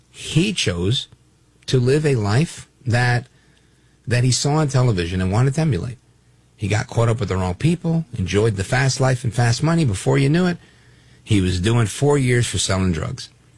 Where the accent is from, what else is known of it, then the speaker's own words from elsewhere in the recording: Brooklyn, New York, United States; born there; Now listen, My parents were born in Puerto Rico. I was born in Brooklyn, New York.